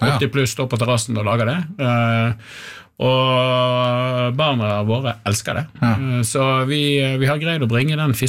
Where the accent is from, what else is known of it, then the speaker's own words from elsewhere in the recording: Askøy, Vestland, Norway; moved away as an adult; also born or lived in Trondheim; Da jeg flyttet fra Bergen, eller fra Askøy, da jeg var sånn 18-19, dro til Trondheim og begynte å studere